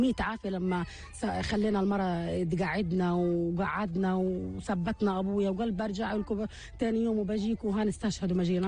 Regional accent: Gaza City, Gaza Strip, Palestine; moved away as an adult; now in Deir al-Balah, Palestine; نزحنا فوق الأربع خمس مرات تقريبا، وإحنا من سكان التفاح، وجينا آخر ما استقرنا يعني هنا في دير البلح.

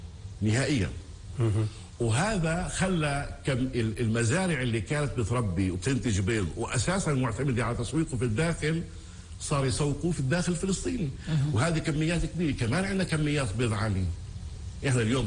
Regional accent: Palestine; إحنا الأعلاف عندنا في فلسطين تكلفتها أعلى من المحيط والإقليم

